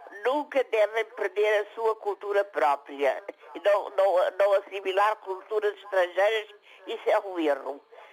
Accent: São Tomé & Príncipe; born there; Eu nasci há 77 anos em São Tomé e Príncipe.

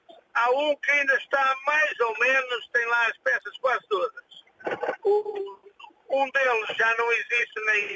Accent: Lousada, Porto, Portugal; eu, na minha zona, onde eu sou natural do Conselho de Lousada, ali de uma freguesia do Lousada e Santo Lara de Barrosas, somos conhecidos pelo meu pai

